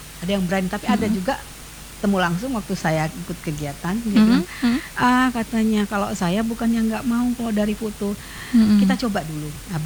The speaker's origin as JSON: {"language": "Indonesian", "town": "Palembang", "region": "South Sumatra", "country": "Indonesia", "said": "kalau kita wong Palembang nyebutnya ya"}